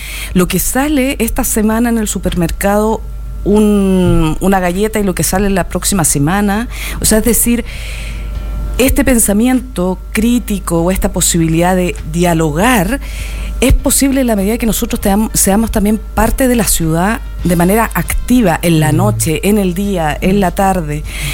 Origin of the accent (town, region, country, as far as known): Valparaíso, Chile